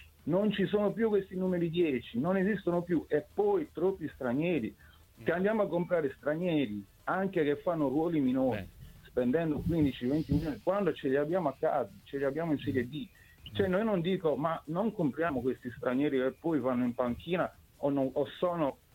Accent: Cagliari, Sardinia, Italy; Io sono di Cagliari, Porta Cagliari, però sono romanista.

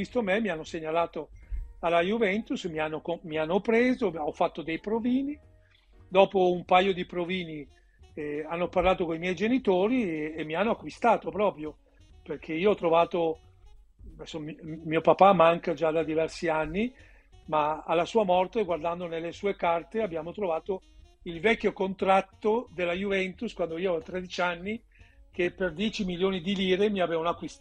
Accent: Veneto, Italy; io da Veneto, all'epoca era appena, cioè sempre, io sono cresciuto a pane e terroni, diciamolo, da ragazzini nel nostro Veneto, nel nostro quartiere, nel nostro rione, c'era questa cosa.

